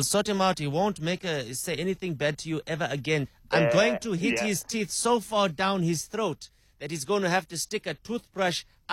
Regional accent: Botswana; Oh, I can't speak Zulu. I come from Botswana.

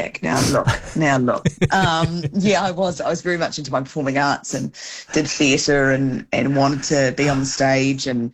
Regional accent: New Zealand; I'm not the only Kiwi.

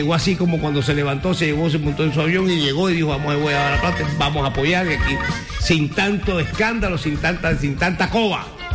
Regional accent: Colombia; Y la gente de Pasto, también con el dolor como colombiano, hace su esfuerzo

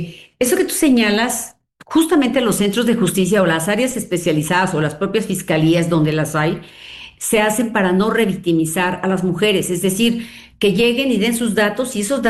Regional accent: Hidalgo, Mexico; Mira, yo soy de Hidalgo. En Hidalgo solo hay un centro de justicia en Pachuca.

